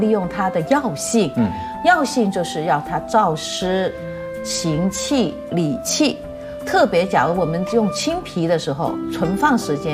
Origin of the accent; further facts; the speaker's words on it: Guangdong, China; 我们广东人